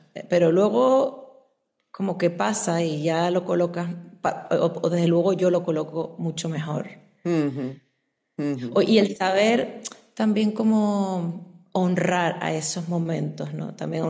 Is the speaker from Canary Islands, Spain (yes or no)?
yes; Canary Islands, Spain; yo soy de las Islas Canarias y entonces mis ancestras, pues los ancestros de las Islas Canarias, en Tenerife en concreto, momificaban